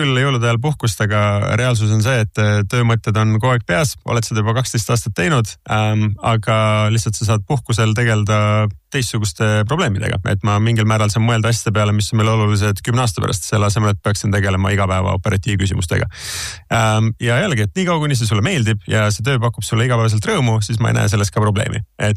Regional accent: Kuressaare, Saare County, Estonia; ma kasvasin üles Saaremaal Kuressaares, kuni ma olin 7-aastane, käisin seal lasteaias, käisin seal esimese klassi koolis

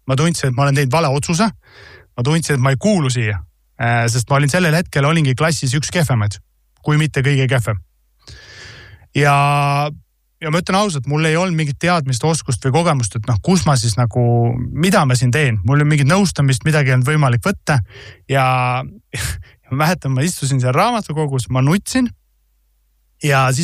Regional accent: Tallinn, Harju County, Estonia; born there; 7. klassis, kui ma õppisin Tallinna Saksa gümnaasiumis, ma läksin õppima saksa keelsesse osakonda.

